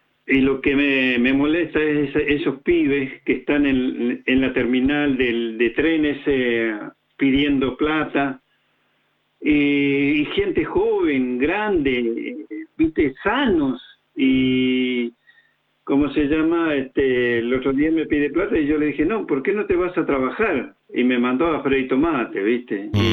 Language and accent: Spanish; Chile; also born or lived in San Martín, Mendoza, Argentina; yo soy nacido en San Martín, Mendoza, pero me criaron en Chile, no sé si te acordás.